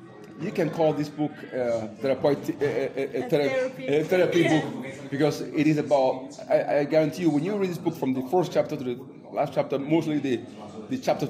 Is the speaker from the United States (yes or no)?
no; Nigeria; born there; English is a second language; moved away as an adult; I was born in Nigeria. Igbo, born, been living here now since 1994, quite a long time.